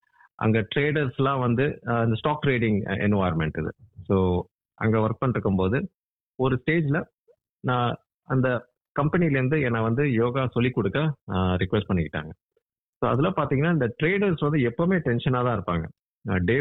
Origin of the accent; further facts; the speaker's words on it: India; moved away as an adult; now in Australia; நான் இந்தியாவில் தான் பிறந்து வளர்ந்தேன்.